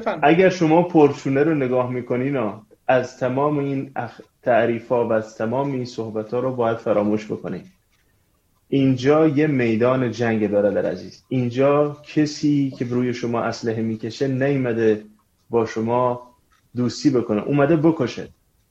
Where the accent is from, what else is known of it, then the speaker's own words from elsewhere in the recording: Iran; moved away; خب گذشته رفت، خیلی طولانی که دور از ایرانم.